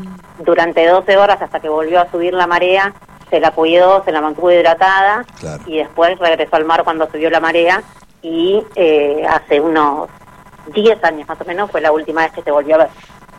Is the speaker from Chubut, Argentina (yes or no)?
yes; Puerto Pirámides, Chubut, Argentina; Te interrumpo para decirte que soy de Pirámides